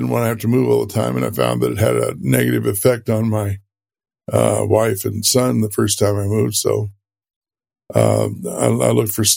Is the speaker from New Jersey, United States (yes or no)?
no; Fort Worth, Texas, United States; born there; I was born in Fort Worth, Texas, and I always say I grew up in transit.